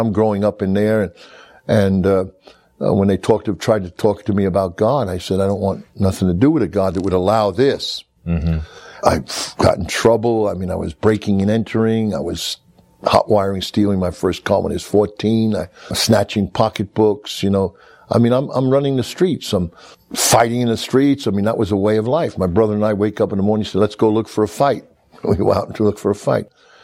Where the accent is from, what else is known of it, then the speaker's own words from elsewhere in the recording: Brooklyn, New York, United States; I come from Brooklyn, New York, a little section in Brooklyn, New York called Coney Island. That's where the amusement center is.